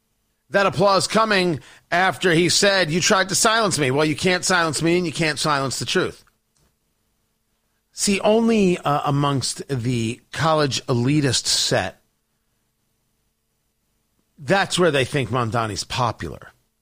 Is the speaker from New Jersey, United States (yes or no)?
yes; New Jersey, United States; also born or lived in Brooklyn, United States; Remember, I'm a guy who was born in Brooklyn. I grew up in Jersey.